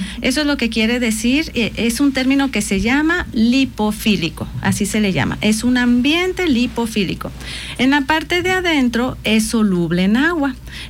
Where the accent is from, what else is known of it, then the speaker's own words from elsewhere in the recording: Jalisco, Mexico; en mi tierra le decimos jitomate, ¿no? Entonces, para que conozcan las dos versiones, yo soy de Jalisco, entonces lo conocen como jitomate